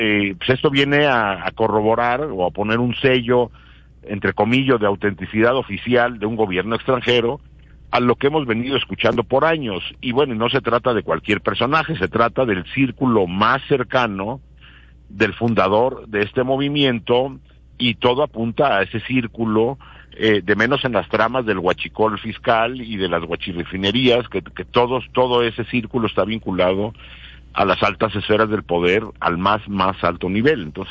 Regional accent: Mexico; sabemos como mexicanos

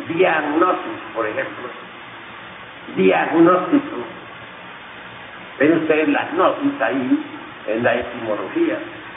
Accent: Cotija, Michoacán, Mexico; moved away; Yo soy de Cotija, Michoacán. He vivido más que todo, más que en otros lugares, en distintos federales.

